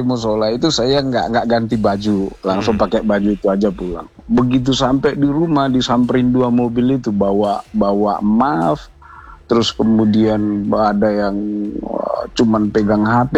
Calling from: Arjosari, East Java, Indonesia; jadi saya kebetulan tinggal di rumah Anggraha Kencana di Balai Arjosari.

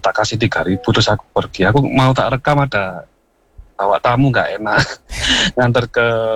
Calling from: Malang, East Java, Indonesia; arek Malang lah.

